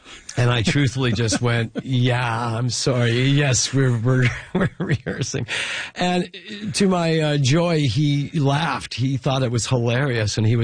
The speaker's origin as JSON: {"language": "English", "town": "Regina", "region": "Saskatchewan", "country": "Canada", "tie": "born or raised there", "said": "And then we did the same thing the next night in my hometown of Regina. And now I'm in my hometown with like people I knew in t"}